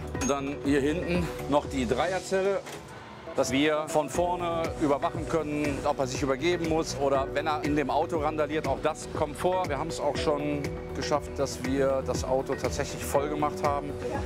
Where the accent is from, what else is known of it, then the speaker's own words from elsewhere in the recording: Neuss, North Rhine-Westphalia, Germany; Ich bin halt aufgewachsen in Neuss